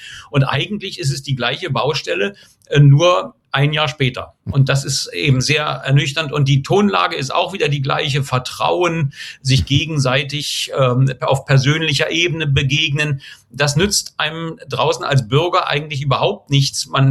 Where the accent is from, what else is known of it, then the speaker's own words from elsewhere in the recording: Köpenick, Berlin, Germany; Ich bin in Köpenick aufgewachsen, das ist gleich nebenan.